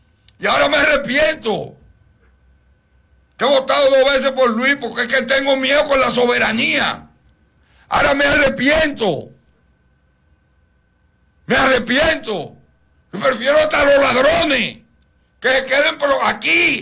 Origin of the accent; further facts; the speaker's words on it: Dominican Republic; Y después, por mi país.